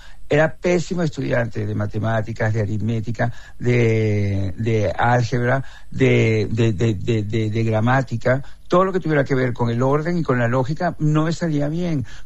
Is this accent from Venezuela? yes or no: yes; Caracas, Capital District, Venezuela; moved away as an adult; now in Spain; yo también dejé mi ciudad de origen, Caracas, que puede considerarse una ciudad no rural, porque es una ciudad muy urbana, muy muy urbana, también es una capital petrolera